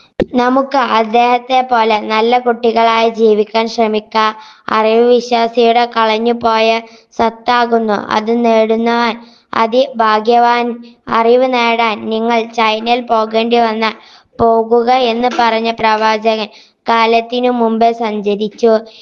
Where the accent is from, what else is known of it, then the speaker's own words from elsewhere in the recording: Vengara, Kerala, India; ഞാൻ മലപ്പുറം ജില്ലയിലെ വേങ്ങര സ്വദേശി.